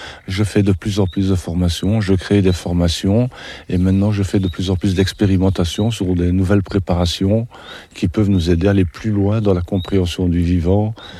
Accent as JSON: {"language": "French", "town": "Liège", "region": "Wallonia", "country": "Belgium", "moved": "yes", "lives_now": "Ardèche, France", "said": "Moi, je suis belge d'origine, j'habitais dans une banlieue industrielle, Liège, vallée de la Fensch pour ceux qui connaissent dans le nord-est, Saint-Étienne, les cycles Saint-Étienne, banlieue industrielle métallurgique entièrement polluée"}